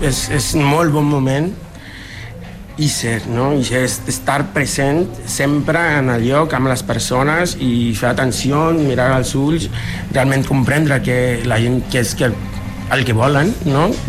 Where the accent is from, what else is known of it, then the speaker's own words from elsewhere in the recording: Sinaloa, Mexico; explicar perquè és molt del meu poble, d'aquesta regió de Mèxic, que és el nord-oest de Mèxic.